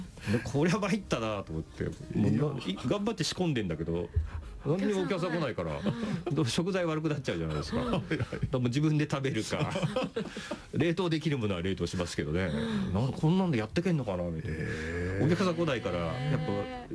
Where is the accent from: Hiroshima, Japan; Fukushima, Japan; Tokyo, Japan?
Tokyo, Japan; Shinagawa; born or raised there